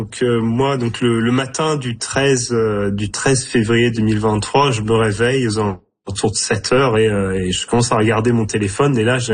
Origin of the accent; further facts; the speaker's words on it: Normandy, France; Et là, je vois que c'est très proche de là d'où je viens, en Normandie.